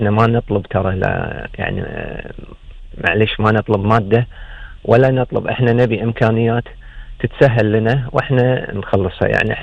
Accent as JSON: {"language": "Arabic", "country": "Kuwait", "said": "عندنا في الكويت"}